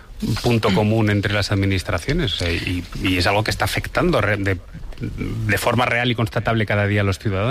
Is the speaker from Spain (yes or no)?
yes; Valencian Community, Spain; O sea, yo recuerdo, soy valenciano, recuerdo en La Dana